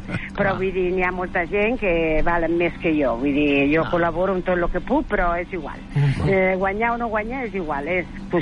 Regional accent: Andalusia, Spain; now in El Vendrell, Spain; Jo sóc andalusa

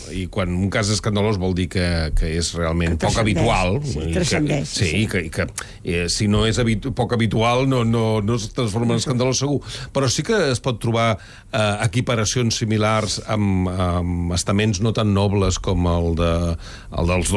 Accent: Catalonia, Spain; Aquest és un cas que ens toca, diguéssim, com a catalans, molt directament

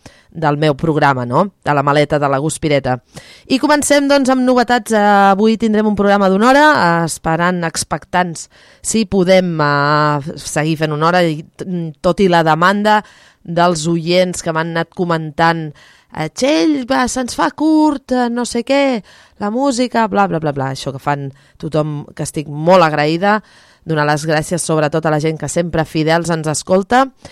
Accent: Cubelles, Catalonia, Spain; aquí als estudis de Ràdio Cubelles del meu poble

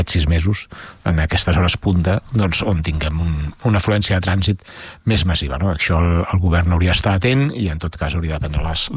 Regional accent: Molins de Rei, Catalonia, Spain; aquesta flama que es diu Molins de Rei. Crec que som la Gàlia de Baix Llobregat, som un poble doncs, absolutament diferent a tot el que tenim al nostre entorn

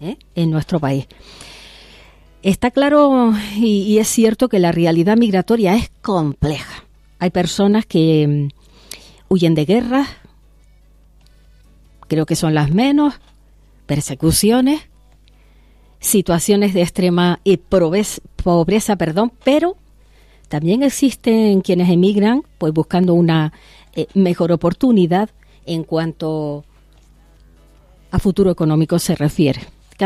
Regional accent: Canary Islands, Spain; Y Canarias conoce esta realidad de primera mano. Por nuestra posición geográfica somos frontera sur de Europa

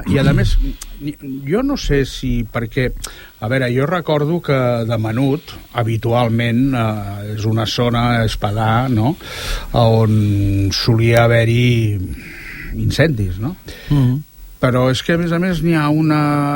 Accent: Fondeguilla, Valencian Community, Spain; El poble on jo em vaig criar, en Bart, és un poble que es diu Fondeguilla, que està a uns 4 quilòmetres de la Vall d'Uixó

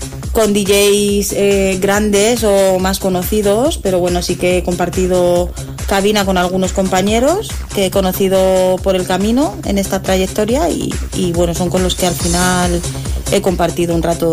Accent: Madrid, Community of Madrid, Spain; Soy de Madrid y vivo en Madrid de toda la vida.

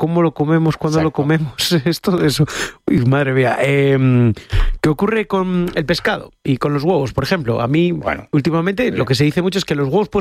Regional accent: Galicia, Spain; Bueno, yo sé, conozco sitios buenos en mi tierra, claro.

